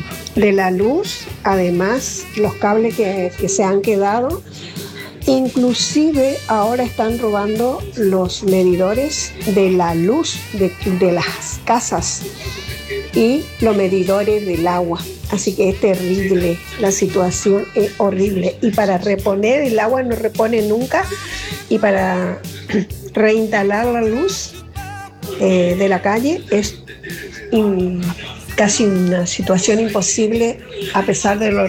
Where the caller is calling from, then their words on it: Resistencia, Chaco, Argentina; de Resistencia